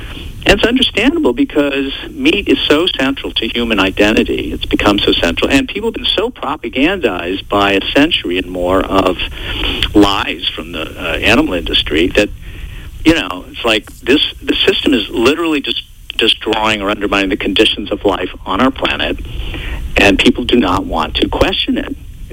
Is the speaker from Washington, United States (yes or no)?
no; Massachusetts, United States; When I was a boy growing up on the South Shore of Massachusetts